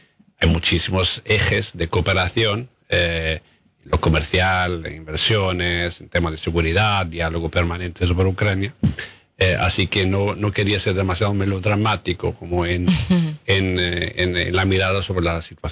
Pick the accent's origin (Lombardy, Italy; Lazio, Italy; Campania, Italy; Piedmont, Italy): Lazio, Italy; Rome; born there; first language Italian; Spanish is a second language; Yo mismo soy de familia danesa y sueca, casado con una española, nacido en Roma, italiano fue mi primer idioma.